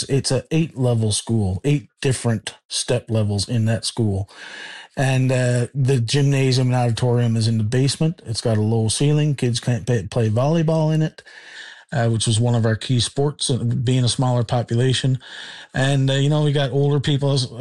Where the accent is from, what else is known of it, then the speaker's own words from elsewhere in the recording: Cartwright, Newfoundland and Labrador, Canada; I'm an HJ alumni right from K-12, born and bred in Cartwright.